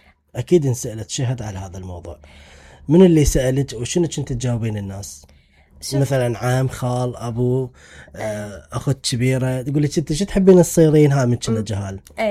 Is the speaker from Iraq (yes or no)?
yes; Iraq; عندنا في العراق